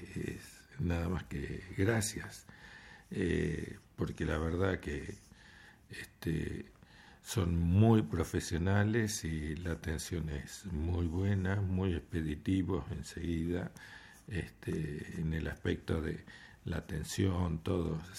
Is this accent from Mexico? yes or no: no; Buenos Aires, Argentina; born there; Yo nací en Capital Federal.